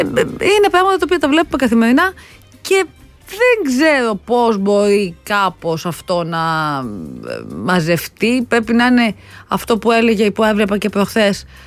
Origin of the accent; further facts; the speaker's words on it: Pyrgos, Western Greece, Greece; moved away; γιατί είμαστε αγγλόφωνοι και στο χωριό μου στην Πελοπόννησο, να ξέρεις. Ωραία, μην νομίζεις εκεί στον πύργο Ηλίας, δεν λέμε η μητρική μας γλώσσα το.